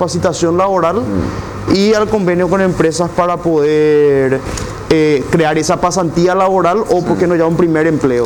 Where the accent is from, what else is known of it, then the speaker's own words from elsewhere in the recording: Lambaré, Central, Paraguay; soy un joven emprendedor de la ciudad de Lambaré, soy joven, soy profesional, tengo 24 años.